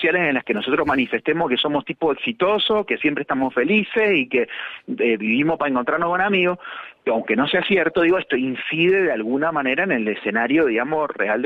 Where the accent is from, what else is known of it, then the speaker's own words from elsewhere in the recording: Mendoza, Argentina; y como nosotros somos de Mendoza, le preguntamos a la gente cómo anda, la saludamos.